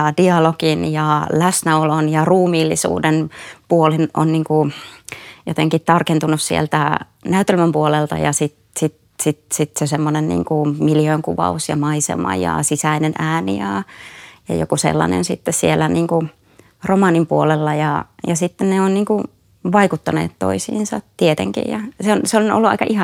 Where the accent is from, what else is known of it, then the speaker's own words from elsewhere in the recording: Kainuu, Finland; Ja mä oon itse kotoisin Kainuusta ja se on mulle tuttua, niin kuin tuttua maisemaa.